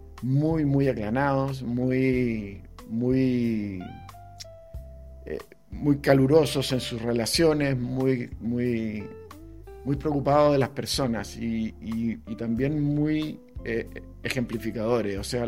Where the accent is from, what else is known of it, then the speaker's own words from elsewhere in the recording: Santiago, Santiago Metropolitan Region, Chile; born there; muy italianas, por el lado de mi papá y de mi mamá, italiano, la familia, mis abuelos, y nací en Santiago